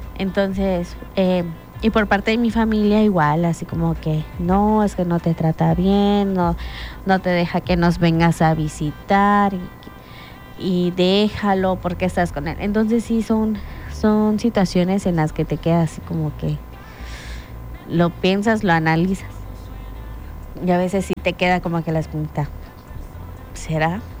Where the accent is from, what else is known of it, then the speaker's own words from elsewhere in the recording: Cozumel, Quintana Roo, Mexico; moved away as an adult; ya cuando ya nos venimos a vivir para acá, para este lado, porque pues recuerden que somos de Cozumel